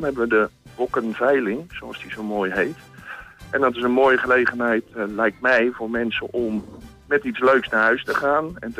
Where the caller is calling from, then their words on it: Voorhout, South Holland, Netherlands; We komen uit Voorhout, de handbalvereniging Voorhout.